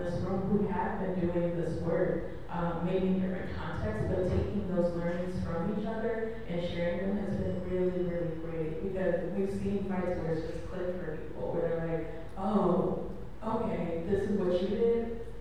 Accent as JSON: {"language": "English", "town": "Chicago", "region": "Illinois", "country": "United States", "said": "I'm from Chicago, that's like my personal, what I think about."}